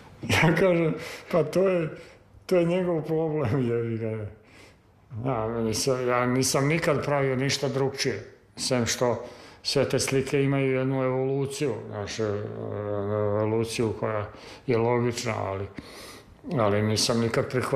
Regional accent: Serbia; Karl May je za vreme okupacije ceo preveden kod nas u Srbiji.

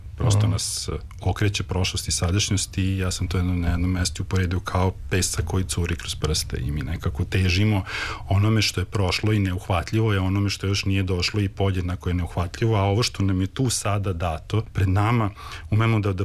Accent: Novi Sad, Vojvodina, Serbia; ja sam odrastao u Novom Sadu, ali sam jako puno vremena provodio u Tršiću, jer su mi i majka i otac iz Tršića.

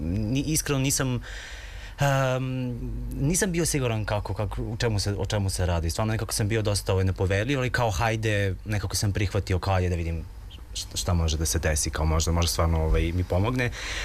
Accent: Mala Vrbica, Belgrade, Serbia; Jedna komšinica u selu gdje sam odrastao, u Malom Vrbici kod Mladenovca

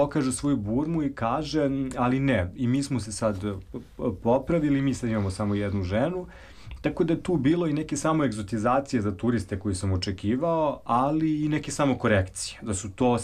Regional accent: Serbia; Ja kad sam rekao Srbija, on je zastao

